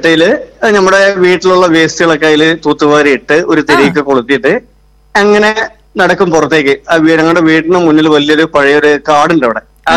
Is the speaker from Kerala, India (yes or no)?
yes; Chittur, Kerala, India; ഞാൻ കുട്ടിക്കാലത്ത് കളിച്ച് വളർന്ന ഒരു സ്ഥലമാണ് ചിറ്റൂർ താലൂക്ക്. ഞാൻ ബോയ്സിലാണ് പഠിച്ചത് ചിറ്റൂരെ.